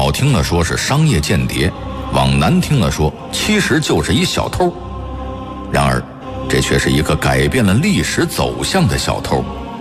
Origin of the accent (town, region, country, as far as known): China